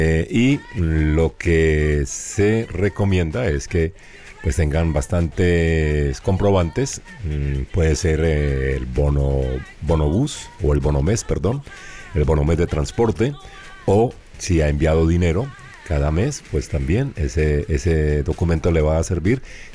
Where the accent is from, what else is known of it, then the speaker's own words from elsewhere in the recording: Colombia; como decimos popularmente en Colombia, de arrimado o de arrimada